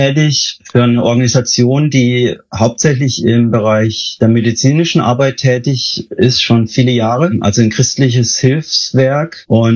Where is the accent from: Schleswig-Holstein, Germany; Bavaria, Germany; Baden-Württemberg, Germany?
Baden-Württemberg, Germany; dass ich ursprünglich auf einem Bauernhof aufgewachsen bin in Südbaden in der Nähe vom schönen Kaiserstuhl